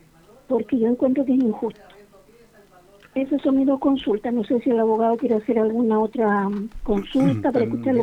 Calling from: Quillota, Valparaíso, Chile; Zona rural de Quillota.

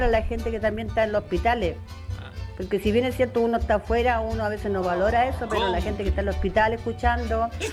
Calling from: Quilpué, Valparaíso, Chile; lo estoy llamando de Belloto.

